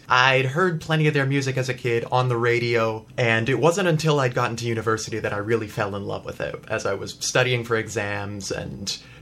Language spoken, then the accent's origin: English; Toronto, Ontario, Canada; now in Hamilton, Canada; I grew up in Toronto and had been living in Hamilton for only about a year and a half at this point.